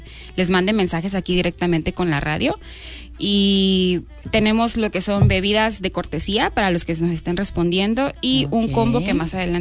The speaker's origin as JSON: {"language": "Spanish", "town": "Mapastepec", "region": "Chiapas", "country": "Mexico", "tie": "born or raised there", "said": "yo desde pequeña siempre he sido muy fan de las cafeterías aquí en Mapastepec"}